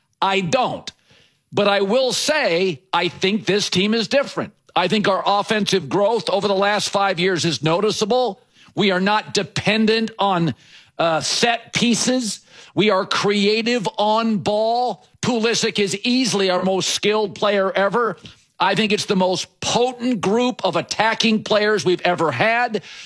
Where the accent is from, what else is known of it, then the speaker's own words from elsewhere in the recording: United States; because I'm the American media member that always has very conservative expectations.